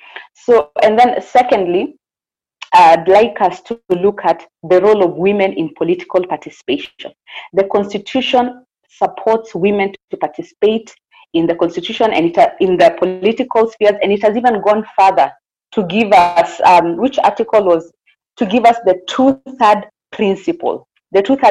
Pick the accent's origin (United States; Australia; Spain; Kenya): Kenya; Kajiado County; I am from Kajiado County.